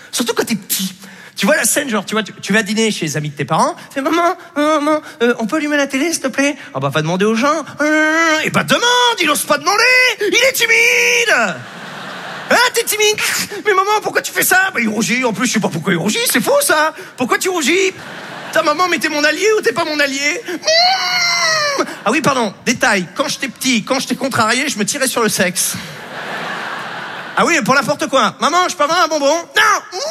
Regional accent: Normandy, France; J'ai grandi en Basse-Normandie

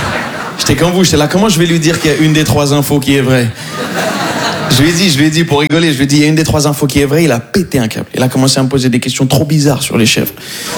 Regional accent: Morocco; Je suis marocain et ouais voilà, ça se voit pas du tout.

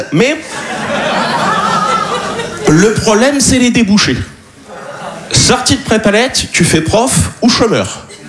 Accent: Nouvelle-Aquitaine, France; Ben, je viens de la campagne que tu sais pas placer sur une carte. Hein, moi, je suis originaire de Charente.

